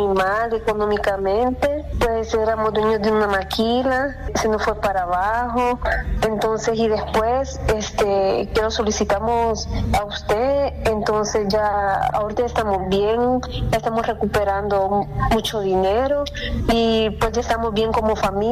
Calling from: Santa Tecla, La Libertad, El Salvador; De San Salvador, Santa Tecla.

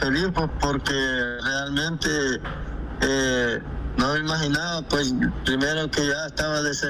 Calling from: San Miguel, El Salvador; soy … de San Miguel

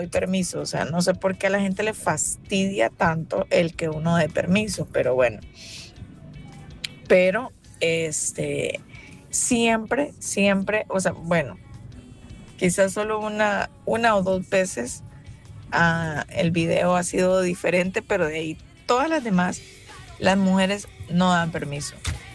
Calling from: La Libertad, El Salvador; Yo vivo en Merliot.

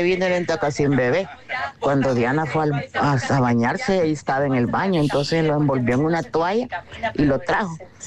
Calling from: Antiguo Cuscatlán, La Libertad, El Salvador; yo vivo en San Salvador, no digo en Antiguo Cuscatlán, no vivo en el monte, ve. Y además soy una viejita

